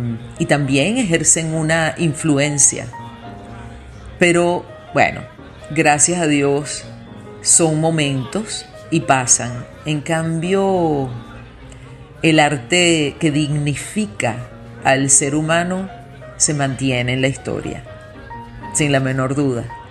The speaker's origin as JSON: {"language": "Spanish", "country": "Venezuela", "said": "mi pueblo, de mi gente de Venezuela."}